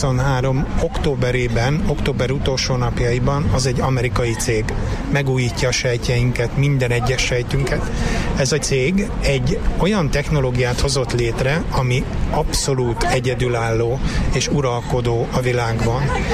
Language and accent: Hungarian; Szeged, Csongrád-Csanád, Hungary